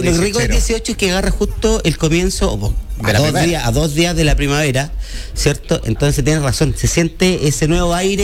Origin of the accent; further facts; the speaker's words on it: Chile; aquí se celebra, así se celebran nuestras fiestas patrias en Chile